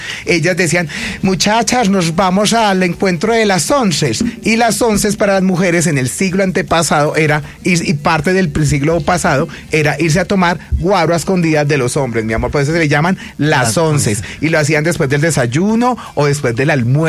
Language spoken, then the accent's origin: Spanish; Valle del Cauca, Colombia; yo soy del Valle del Cauca.